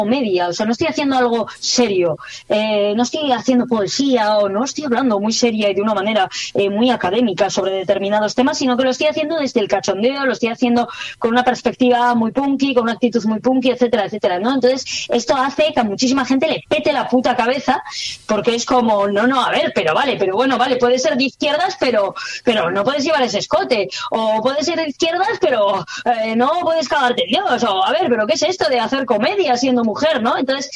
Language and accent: Spanish; Basque Country, Spain; Pues mientras que aquí tenemos en Euskal Herria, ¿sabes? O sea, en mi país tenemos nuestro pequeño ámbito cultural